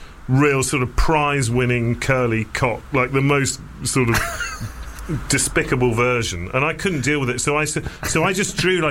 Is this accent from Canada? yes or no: no; England, United Kingdom; I think being English and growing up watching carry-on films.